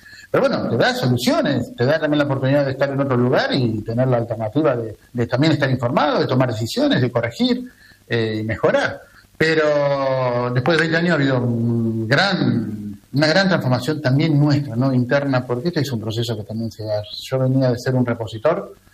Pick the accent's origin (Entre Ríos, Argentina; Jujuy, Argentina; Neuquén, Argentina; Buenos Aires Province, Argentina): Buenos Aires Province, Argentina; Bolívar; born there; Yo soy de Bolívar, nacido en Bolívar y me encanta Bolívar.